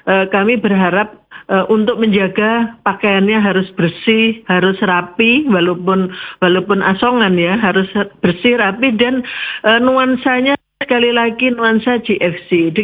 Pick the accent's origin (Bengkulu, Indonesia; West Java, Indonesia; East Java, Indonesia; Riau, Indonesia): East Java, Indonesia; Jember; kita semua sebagai warga Jember